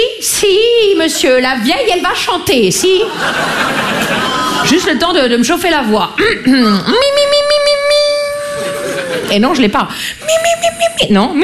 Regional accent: Liffol-le-Grand, Grand Est, France; Je viens des Vosges. Les Vosges, vous voyez ? Ouais. C'est en France, hein, vous voyez ? C'est juste avant l'Ukraine, vous voyez ? C'est dans l'Est, en Lorraine. Et moi, je viens de Liffol-le-Grand, vous voyez ?

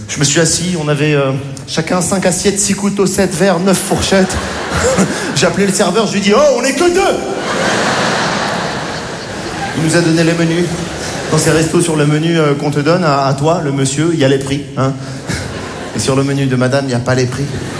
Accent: Morocco; born there

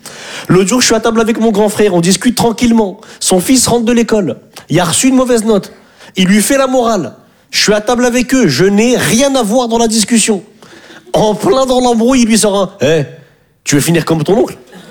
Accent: Hauts-de-France, France

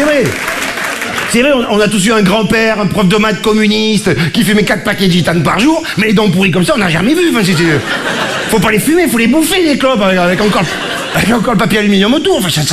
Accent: Marseille, Provence-Alpes-Côte d'Azur, France; now in Paris, France; quand je suis arrivé à Paris, mec d'Arrive du Sud, j'étais marseillais

